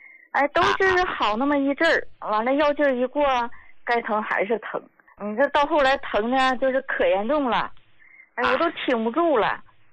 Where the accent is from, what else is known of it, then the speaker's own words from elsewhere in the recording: Shaanxi, China; 哎，胡老师，我是陕西人，